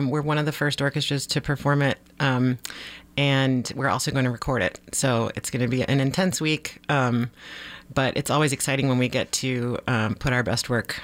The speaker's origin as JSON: {"language": "English", "town": "Lynchburg", "region": "Virginia", "country": "United States", "tie": "born or raised there", "said": "growing up, the car radio was always on the Roanoke station. I'm from Lynchburg."}